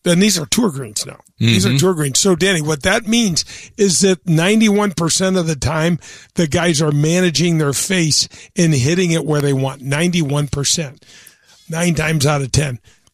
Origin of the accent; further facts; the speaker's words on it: Midwest, United States; I loved the bent that I grew up in here in the Midwest.